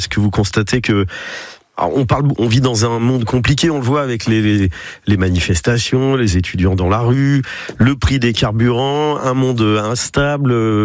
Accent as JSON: {"language": "French", "region": "South-West", "country": "France", "said": "est-ce que vous croyez qu'on rouspète plus dans le Sud-Ouest, qu'on dit on est des Gascons, évidemment. On a des âmes de mousquetaires, de duellistes."}